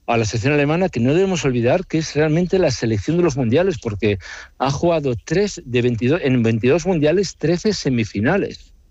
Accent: Spain; also born or lived in Germany; Y yo soy español y alemán. Entonces, voy con España, claramente.

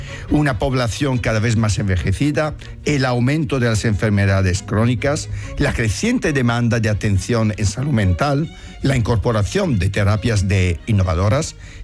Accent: Italy; now in Spain; lo digo también como italiano, que viene de otro país, de nuestro entorno

